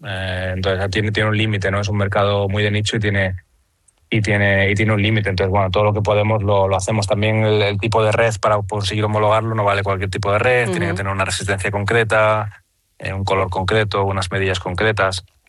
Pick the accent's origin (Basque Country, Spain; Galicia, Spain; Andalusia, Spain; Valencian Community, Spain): Galicia, Spain; A Coruña; yo soy de La Coruña, como sabes